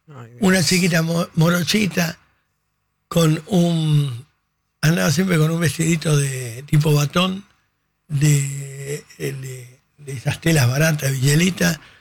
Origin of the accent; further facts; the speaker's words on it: Argentina; que yo soy mujer, madre argentina